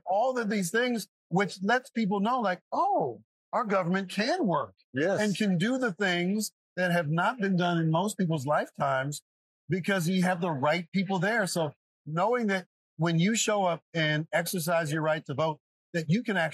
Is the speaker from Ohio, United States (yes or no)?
no; Chicago, Illinois, United States; moved away as an adult; now in Philadelphia, United States; I'm a Chi-Delphian. I was born and raised in Chicago.